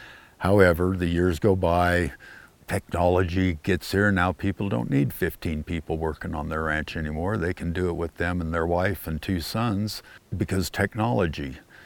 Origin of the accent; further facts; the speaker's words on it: Great Plains, United States; now in Montana, United States; when I was growing up in the Plain states, every 5-10 miles there was a little town.